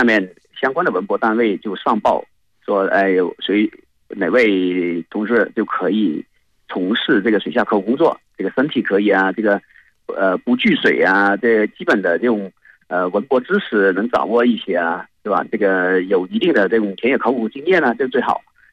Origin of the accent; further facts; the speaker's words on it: Guangzhou, Guangdong, China; 我是广州人。